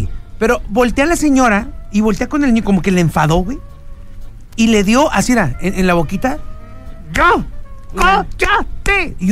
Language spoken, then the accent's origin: Spanish; Mexicali, Baja California, Mexico; Sí, yo soy de la Santa Isabel. Bueno, yo crecí en la Santa Isabel, efectivamente, amiga. Una colonia hermosa.